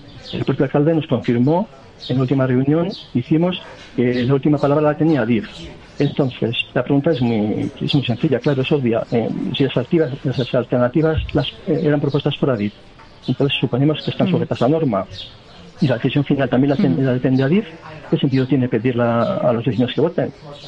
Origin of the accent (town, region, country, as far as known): Basque Country, Spain